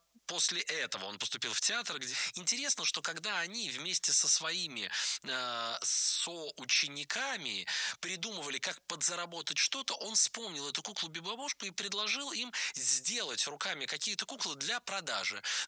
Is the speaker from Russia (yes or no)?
yes; Nizhny Novgorod, Nizhny Novgorod Oblast, Russia; born there; я из Нижнего Новгорода